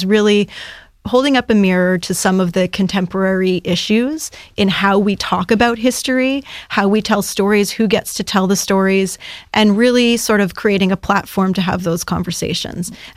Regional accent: Ottawa, Ontario, Canada; I'm actually from Ottawa originally, okay.

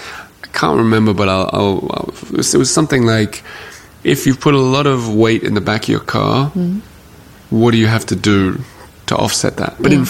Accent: Australia; English is a second language; And I think I should add, as an Australian, I'm driving on the wrong side of the road, a manual that I'm not used to, in a language that's not my first, not really even my second, and with new road signs.

